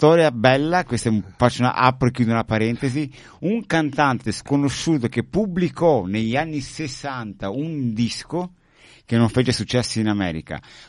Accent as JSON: {"language": "Italian", "town": "Modena", "region": "Emilia-Romagna", "country": "Italy"}